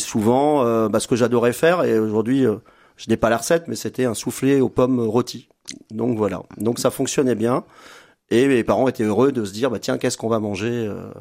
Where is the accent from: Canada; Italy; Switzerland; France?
France; Mer, Centre-Val de Loire; parce que je suis donc originaire de Mer